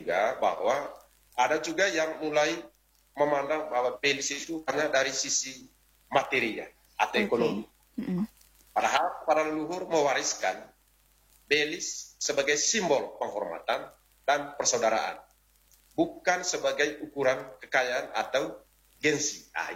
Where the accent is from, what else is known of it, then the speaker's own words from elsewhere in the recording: East Nusa Tenggara, Indonesia; Kalau konteks belis untuk kita orang Manggarai tidak seperti itu.